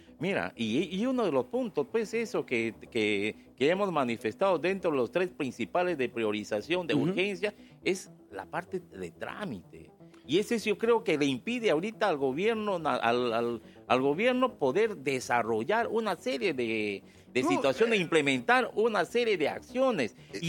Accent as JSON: {"language": "Spanish", "country": "Peru", "said": "Y hemos tenido que soportar como peruanos?"}